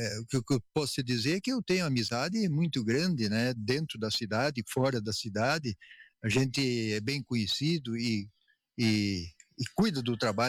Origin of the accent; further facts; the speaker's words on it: Soledade, Rio Grande do Sul, Brazil; Eu sou natural de Soledade, sim. Cria de Soledade. Minha mãe é de Soledade, o meu pai também é de Soledade. Então, nós somos cria de Soledade.